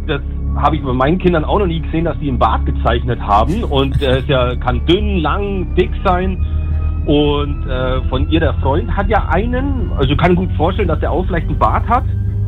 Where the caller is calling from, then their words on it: Augsburg, Bavaria, Germany; Aus Augsburg, Göttingen.